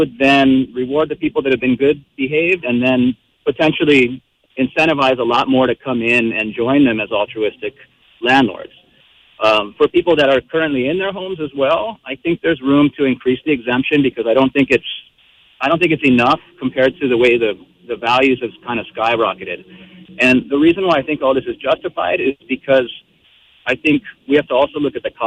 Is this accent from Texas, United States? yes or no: no; Hawaii, United States; I'm born and raised on the North Shore of Kauai, and I spent 25 years working for the Kauai Fire Department.